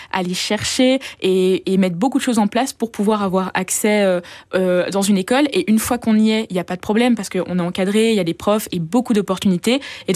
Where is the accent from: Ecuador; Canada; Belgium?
Belgium; La Louvière, Wallonia; que je viens de la Louvière et à la Louvière, on n'a pas toutes les opportunités, par exemple, qu'on a à la capitale pour ne serait-ce que faire du théâtre.